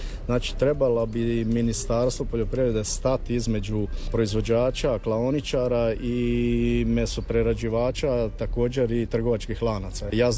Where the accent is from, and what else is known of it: Croatia